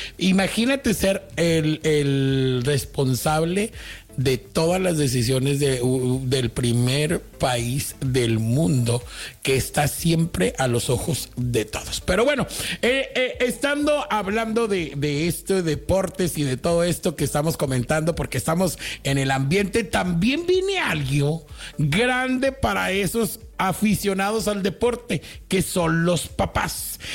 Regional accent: Mexico; now in United States; Pues toda la gente que somos de México

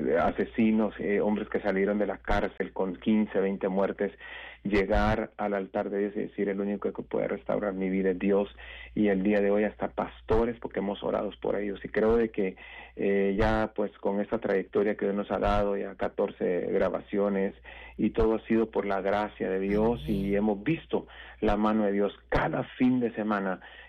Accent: Guatemala; Y la gente me pregunta que de dónde soy, pues afortunadamente soy guatemalteco

